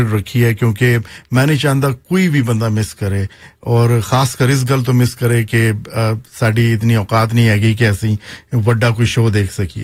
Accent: Punjab, Pakistan; ਮੈਂ ਇਹ ਵੀ ਦੱਸਣਾ ਚਾਹੁੰਦਾ ਕਿ ਮੈਂ ਲਹਿੰਦੇ ਪੰਜਾਬ ਤੋਂ ਹਾਂ ਭਾਜੀ ਚੜ੍ਹਦੇ ਪੰਜਾਬ ਤੋਂ ਨੇ

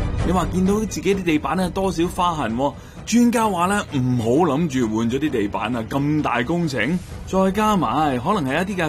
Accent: Canada; 我哋加拿大人嘅平均嘅净资产都超过咗成108万啦

